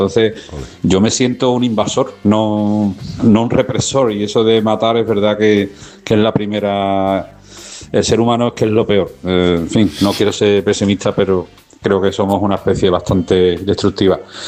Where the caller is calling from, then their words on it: Seville, Andalusia, Spain; Por cierto … de Sevilla.